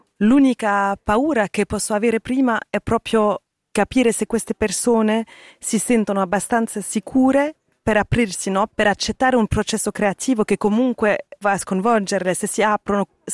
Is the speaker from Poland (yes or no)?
no; Lausanne, Vaud, Switzerland; born there; sono regista, sono nata a Losanna in Svizzera e ho studiato a Berlino regia.